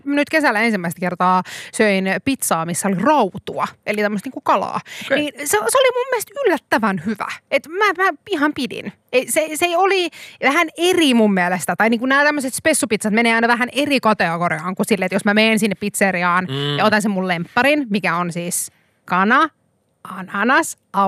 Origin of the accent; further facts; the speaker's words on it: Kuopio, North Savo, Finland; Mä oon Kuopiosta.